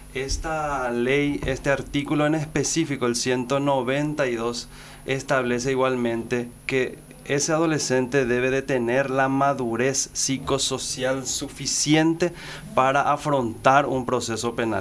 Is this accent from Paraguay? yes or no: yes; Asunción, Paraguay; moved away as an adult; now in Ñeembucú, Paraguay; soy de Asunción. En realidad vine hace 10 años al departamento de Ñemucú